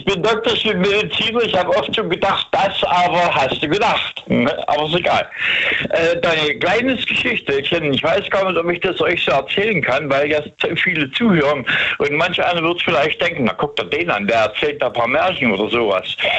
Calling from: Langen, Hesse, Germany; Ich bin jetzt hier in Hessen. In Langen heißt es, eine kleine Stadt bei Frankfurt.

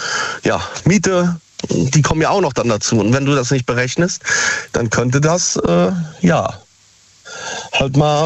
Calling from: Siegen, North Rhine-Westphalia, Germany

